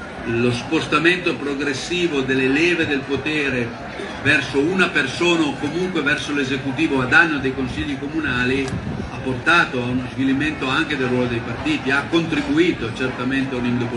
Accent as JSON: {"language": "Italian", "region": "Piedmont", "country": "Italy", "said": "La mia è la provincia di Alessandria, la provincia di Alessandria fa 188 comuni, di cui credo 150 sotto i 2.000 abitanti."}